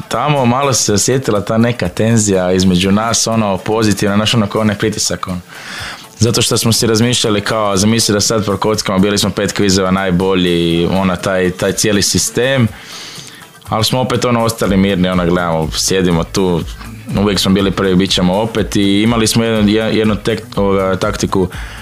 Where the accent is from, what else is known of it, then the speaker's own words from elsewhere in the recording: Zagreb, City of Zagreb, Croatia; ja sam kao iz Zagreba, ja isto imam neke korijene dolje